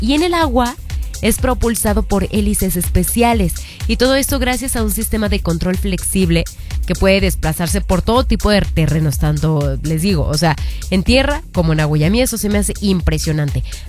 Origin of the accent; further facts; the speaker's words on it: Mexico; así somos los mexicanos en general